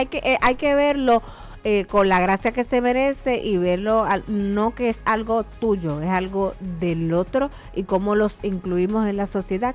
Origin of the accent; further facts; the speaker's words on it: Bayamón, Puerto Rico; born there; also born or lived in San Juan, Puerto Rico; en San Juan, pero después mis padres decidieron mudarse a Bayamón.